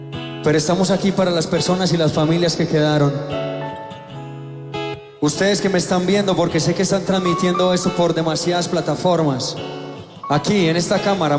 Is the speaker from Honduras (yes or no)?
no; Colombia; sin Colombia no existiría ningún … Amo mi tierra, amo de donde soy, amo mi gente, amo mis raíces